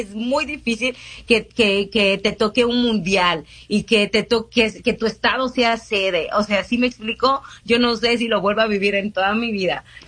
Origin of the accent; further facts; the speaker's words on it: Mexico; nosotros como mexicanos amamos los colombianos